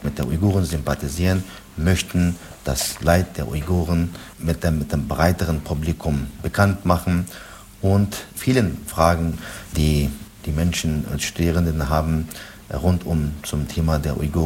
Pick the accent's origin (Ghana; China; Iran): China; Xinjiang; Das ist meine Heimat, wo ich geboren, aufgewachsen bin, wo ich meine Schulausbildung bekommen habe, wo ich studiert habe, wo ich meine schönsten Kindheitszeiten erlebt habe.